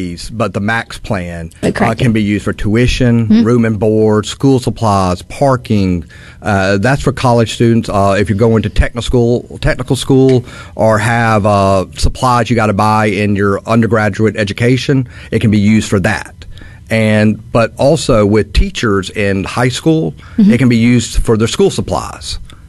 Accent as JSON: {"language": "English", "region": "Mississippi", "country": "United States", "said": "the number one thing that everybody said when I said I was from Mississippi was, I can't believe y'all's education has popped up as well as it has"}